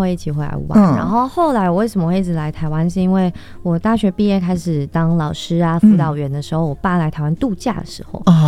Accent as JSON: {"language": "Chinese", "country": "Canada", "tie": "born or raised there", "second_language": "Chinese", "moved": "as an adult", "lives_now": "Taiwan", "said": "六岁就跟家人移民"}